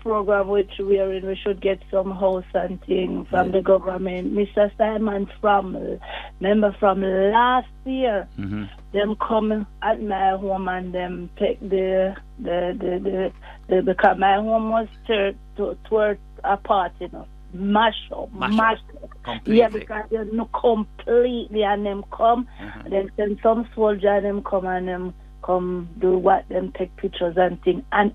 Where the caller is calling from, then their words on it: Westmoreland, Jamaica; I'm calling from Westmoreland.